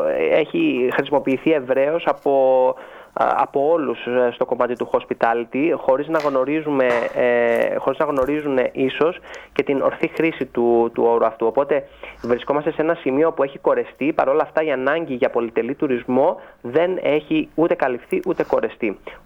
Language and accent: Greek; Rhodes, South Aegean, Greece; είμαι πάρα πολύ χαρούμενος που βρίσκομαι στην Ρόδο, στον τόπο μου